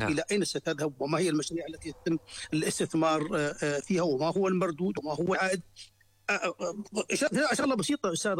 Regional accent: Jordan; عندنا في الاردن

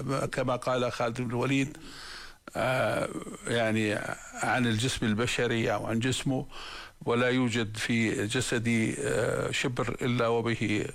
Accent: Jordan; إحنا ما في زاوية أو جبل عندنا في الأردن إلا له تاريخ.

